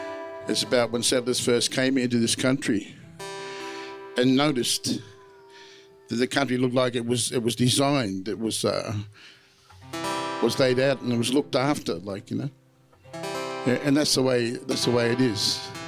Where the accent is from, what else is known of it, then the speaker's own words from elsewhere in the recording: Mooroopna, Victoria, Australia; I was born in the Goulburn Valley, Maroopna, and Mum and Dad were there with the rest of our family, and they were picking fruit while we lived on the riverbank there.